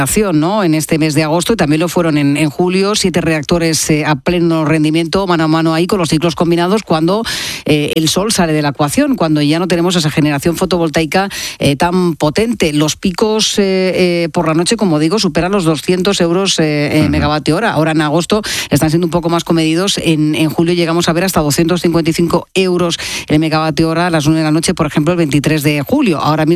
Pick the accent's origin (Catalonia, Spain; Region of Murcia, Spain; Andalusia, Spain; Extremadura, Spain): Region of Murcia, Spain; lo que hemos hecho toda la vida en el sur, si es que los murcianos esto no lo sabemos muy bien.